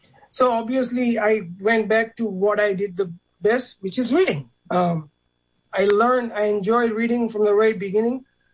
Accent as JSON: {"language": "English", "country": "India", "tie": "born or raised there"}